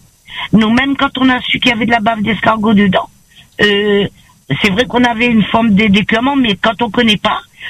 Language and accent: French; Réunion; born there; Moi, je suis née dans les Hauts